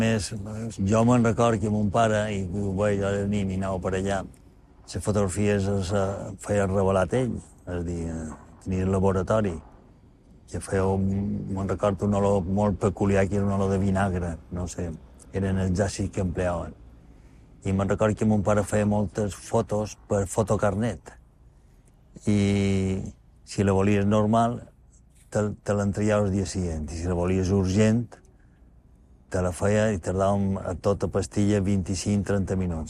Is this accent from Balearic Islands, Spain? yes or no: yes; Palma, Balearic Islands, Spain; vaig néixer a Palma l'any 1952, dia de 9 de març. Jo vaig néixer en el carrer Joan Crespí, que ja perquè encara naixíem en els pisos. Vaig néixer a casa, sí.